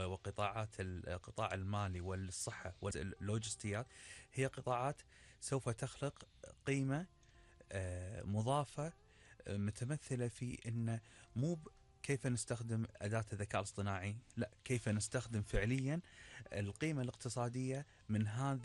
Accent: Kuwait; أنا سعودي لكن مولود في الكويت، وأكملت دراستي وتعلمت فيها، والكويت كان لها أثر كبير في تكويني

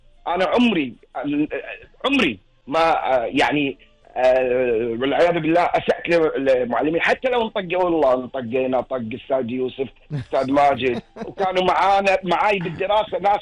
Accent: Kuwait; وعندنا في الكويت يعني خلينا نقول رائدين في مجال التعليم،

